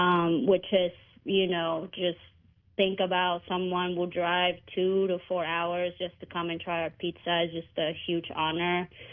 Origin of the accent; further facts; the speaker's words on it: Ciudad Obregón, Sonora, Mexico; I was born and raised in Ciudad Obregón, Sonora, in Mexico, and just being around since I was a kid, just being around with like family gatherings, quinceañeras, and all that.